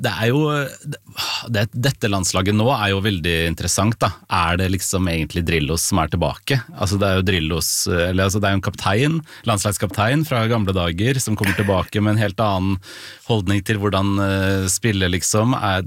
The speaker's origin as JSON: {"language": "Norwegian", "town": "Fredrikstad", "region": "Østfold", "country": "Norway", "said": "Jeg kommer jo fra Fredrikstad, så jeg jo litt sånn, har en litt skjevhet her også. Jeg bor bare et par kilometer unna Østsida stadion"}